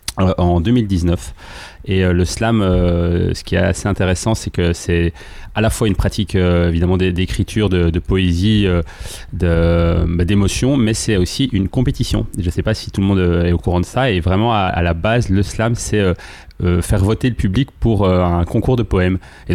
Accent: Belgium; je suis belge. J'ai grandi et vécu la majorité de ma vie tout près de Bruxelles

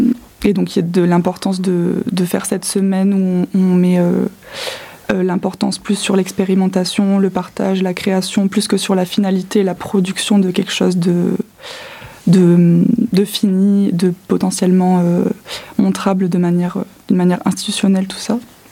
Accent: Montpellier, Occitanie, France; Je suis peintre et plasticienne. Je viens aussi de Montpellier, j'ai fait les beaux-arts.

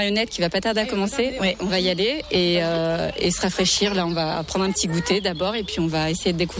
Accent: Condrieu, Auvergne-Rhône-Alpes, France; je suis de Condrieu. Donc je suis originaire de Condrieu, donc je viens régulièrement.

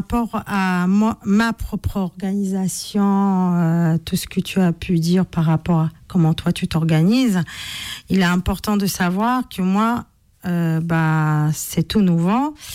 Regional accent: Poland; first language Polish; French is a second language; Et je dirais même « Dziękuję bardzo ». Donc c'est ma langue natale.

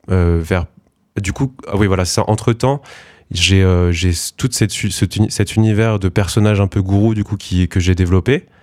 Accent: Nantes, Pays de la Loire, France; moved away as an adult; also born or lived in Marseille; moi, je viens à la base de Nantes, okay. Un peu de la Bretagne.

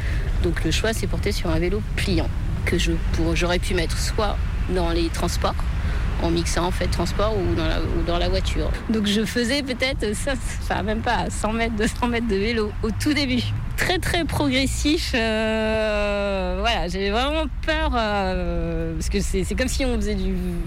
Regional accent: Villeurbanne, Auvergne-Rhône-Alpes, France; now in Vaulx-en-Velin, France; Alors j'habite Lyon, Villeurbanne. Enfin, toute mon enfance a été à Villeurbanne, mais sinon j'habite à Vau-en-Velin.

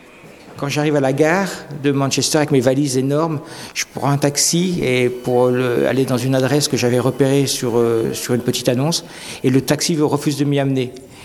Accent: France; je me sentais presque un petit peu concerné en tant que Français par La Hacienda

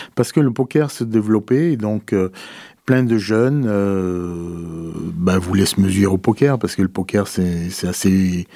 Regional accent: Auvergne-Rhône-Alpes, France; Donc dans le Diwa, j'ai grandi dans le Diwa. Donc j'ai fait les études à Die.

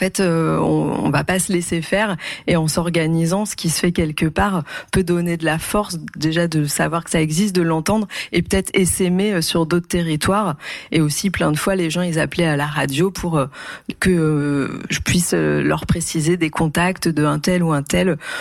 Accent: Occitanie, France; chez nous, dans le Tarn et l'Aveyron

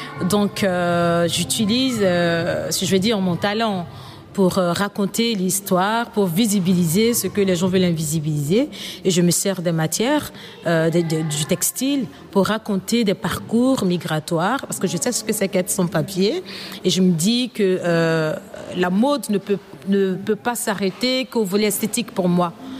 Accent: Côte d’Ivoire; moved away as an adult; now in Belgium

